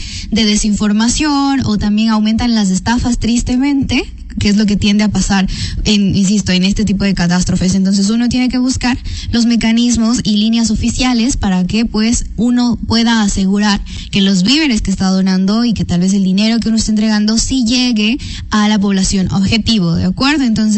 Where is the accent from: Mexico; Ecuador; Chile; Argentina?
Ecuador; como ecuatorianos y ecuatorianas